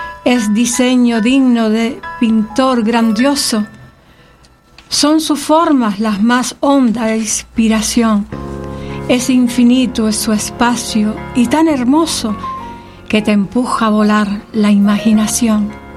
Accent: Canary Islands, Spain

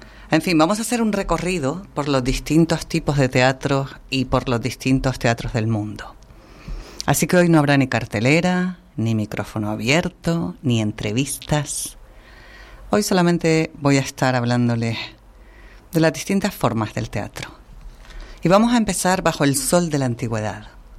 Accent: Las Palmas de Gran Canaria, Canary Islands, Spain; y también en Las Palmas de Gran Canaria, la ciudad de donde soy yo.

